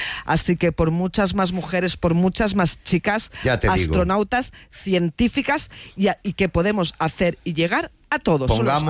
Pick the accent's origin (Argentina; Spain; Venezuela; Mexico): Spain; soy primera española en ganarlo